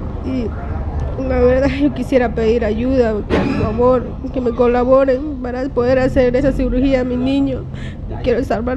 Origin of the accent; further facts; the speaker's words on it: Charagua, Santa Cruz, Bolivia; now in Santa Cruz de la Sierra, Bolivia; vengo de una familia de bajos recursos, no soy de aquí, soy de Charagua.